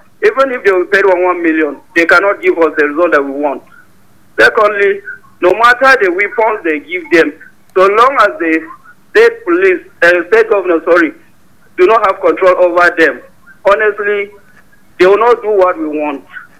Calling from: Jos, Plateau, Nigeria; calling from Lamingo Road.

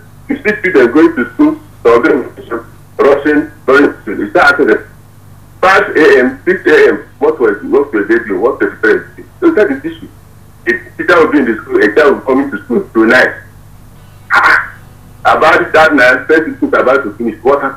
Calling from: Owo, Ondo, Nigeria; I'm calling from Owo Blue Education Center. That is the security place in Nigeria.

